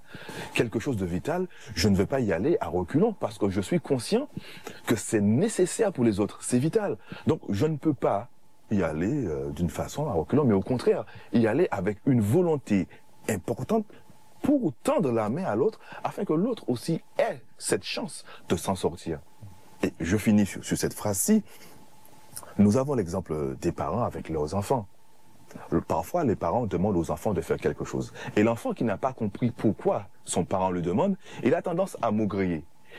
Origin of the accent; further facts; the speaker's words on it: Martinique; une expression que nous avons chez nous en Martinique